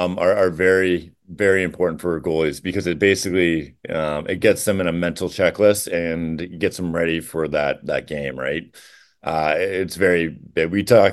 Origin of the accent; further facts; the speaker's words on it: Janesville, Wisconsin, United States; I was from Janesville.